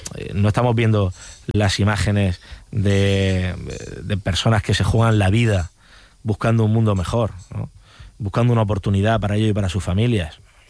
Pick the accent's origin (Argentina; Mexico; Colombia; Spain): Spain; Region of Murcia; trabajar por los murcianos y trabajar por mi tierra